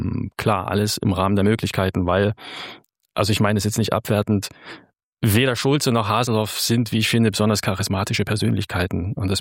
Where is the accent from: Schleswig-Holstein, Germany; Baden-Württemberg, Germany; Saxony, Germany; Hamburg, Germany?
Saxony, Germany; Aue-Bad Schlema; Ja, ich komme aus Auer, Bad Schlema.